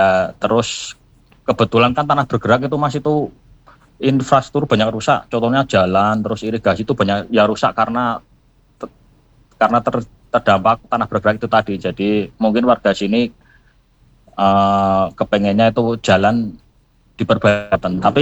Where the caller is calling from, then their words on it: Brebes, Central Java, Indonesia; Ini kami melaporkan dari kami di Brebes ini, ya. Desa kami itu adalah Desa Sridadi. Kebetulan desa ini berada di lereng Gunung Slamet, di kisaran ketinggian sekitar lebih kurang 1000 meter ya. 1000 meter di atas permukaan laut.